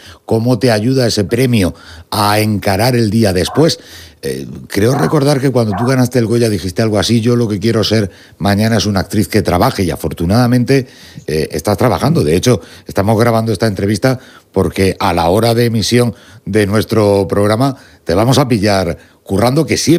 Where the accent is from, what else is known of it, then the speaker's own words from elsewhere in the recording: Region of Murcia, Spain; Siendo además murciano, esto tiene un plus por aquello de la vinculación de la tierra